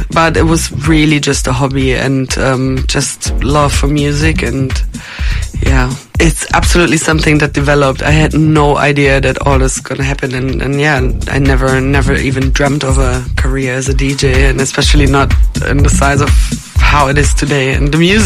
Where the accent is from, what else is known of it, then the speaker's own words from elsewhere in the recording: Munich, Bavaria, Germany; English is a second language; But home is in Munich. I'm born and raised in Munich.